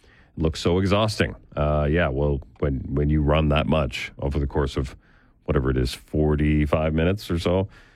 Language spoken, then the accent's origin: English; Canada; … says, go Canada, because I'm Canadian.